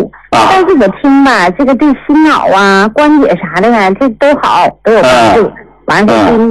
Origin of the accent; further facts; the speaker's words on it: Shenyang, Liaoning, China; 啊，我是沈阳的，